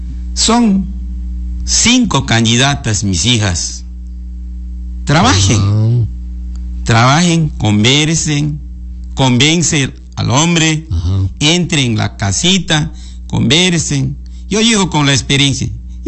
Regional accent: Morona Santiago, Ecuador; Spanish is a second language; con mi pueblo de Morona Santiago.

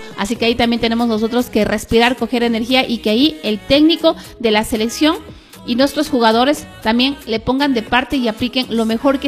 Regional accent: Ecuador

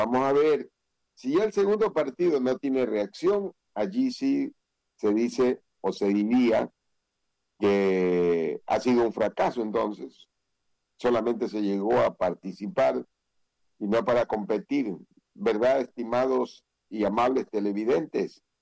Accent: Ecuador; somos ecuatorianos

